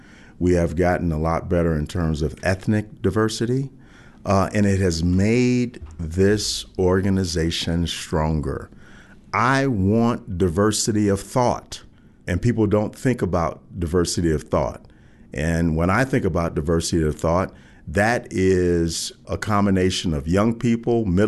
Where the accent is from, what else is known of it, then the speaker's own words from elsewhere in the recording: Chicago, Illinois, United States; now in Denver, United States; So I wouldn't say that about any other place, even though my hometown is Chicago.